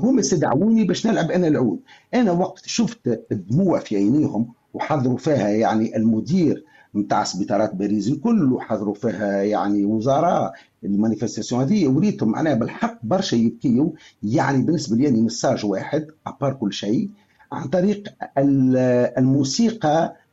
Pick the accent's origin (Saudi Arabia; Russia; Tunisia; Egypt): Tunisia; Hergla, Sidi Bou Ali, Sousse Governorate; moved away as an adult; now in France; تذكرني ببلادي بحومتي، كي كنت نقرا في هرقله ولا في سيدي بوعلي ولا في سوسه